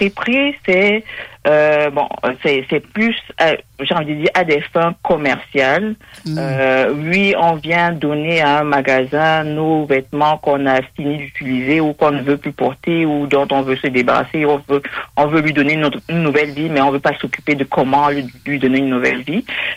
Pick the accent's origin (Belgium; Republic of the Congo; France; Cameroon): Cameroon; now in Quebec City, Canada; Je suis originaire du Cameroun